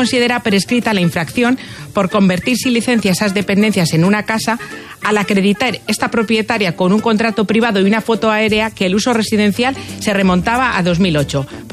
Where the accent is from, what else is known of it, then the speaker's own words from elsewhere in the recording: Andorra; Yo no tengo puntos porque soy de Andorra, allí no hay puntos.